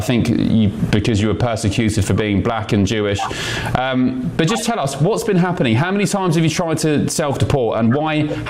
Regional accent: United Kingdom; I'm asking as a Brit, as a British person, why is that our problem?

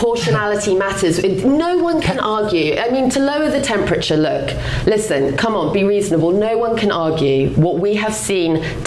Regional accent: London, United Kingdom; moved away; as a Londoner myself, no, I don't want, if I was living in London right now

